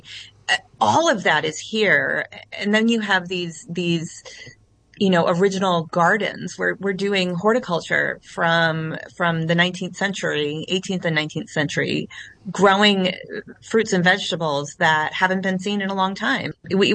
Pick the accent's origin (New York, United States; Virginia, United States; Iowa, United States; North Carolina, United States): New York, United States; Rochester; my hometown of Rochester, New York.